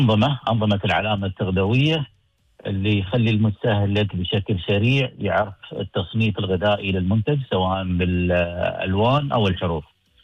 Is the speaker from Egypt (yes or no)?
no; Abu Dhabi, United Arab Emirates; عندنا في أبو ظبي